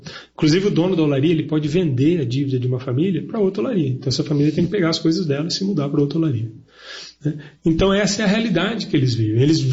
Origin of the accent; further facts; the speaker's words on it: Brazil; Eu, como um bom brasileiro